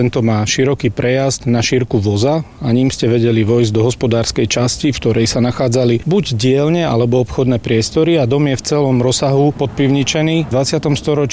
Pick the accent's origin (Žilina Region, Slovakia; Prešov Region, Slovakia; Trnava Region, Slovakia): Prešov Region, Slovakia; Bardejov